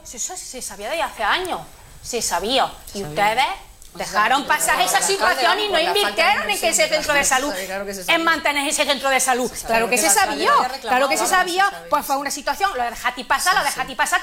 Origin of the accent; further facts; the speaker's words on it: Jódar, Andalusia, Spain; Y en pueblos de Sierra Mágina, como Jodas, yo vengo de Jodas, Jimena, Albanche, García, estuvimos 3 meses sin pediatra.